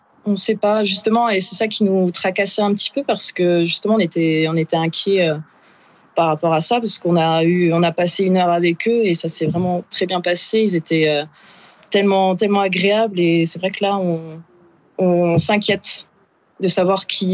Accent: Grand Est, France; Oui, nous on est de Moselle et effectivement c'était un cadeau d'anniversaire.

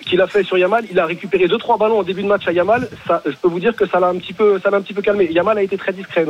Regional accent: Paris, Île-de-France, France; et pourtant, je suis parisien, donc parler en bien de Rabiot, ça me fait un peu du mal

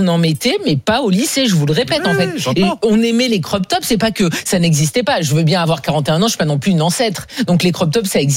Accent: Southeast, France; Non, mais moi, alors, je suis l'exemple parfait parce que je viens du Sud, donc dans le Sud-Est, il fait très vite très chaud

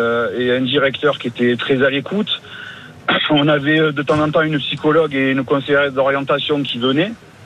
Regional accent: Aubagne, Provence-Alpes-Côte d'Azur, France; moi, je suis né, j'ai grandi à Aubagne

